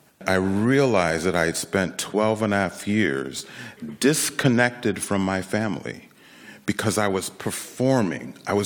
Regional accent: Rochester, New York, United States; Born and raised in Rochester, New York.

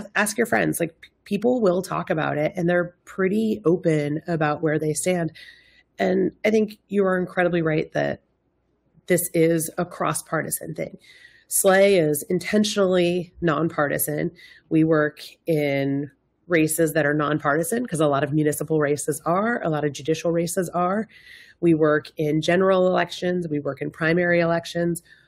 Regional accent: Iowa, United States; Well, I'm from Iowa, and there is a town called Nevada.

